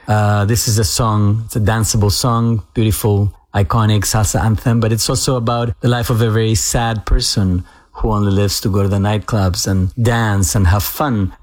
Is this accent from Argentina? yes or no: yes; Buenos Aires, Argentina; moved away; my hometown. He was in Buenos Aires